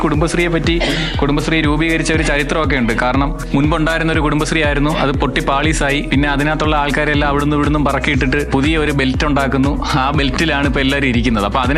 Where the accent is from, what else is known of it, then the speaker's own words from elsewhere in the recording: Kerala, India; നമ്മൾ മലയാളികളല്ലേ, അപ്പോൾ ഞാൻ ചില ടോപ്പിക്കുകൾ തരും